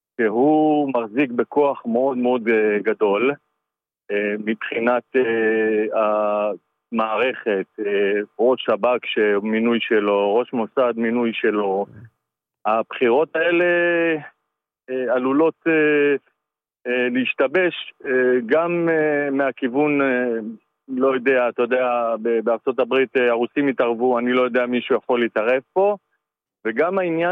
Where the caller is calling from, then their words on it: Azor, Tel Aviv District, Israel; עזור, כן, עזור.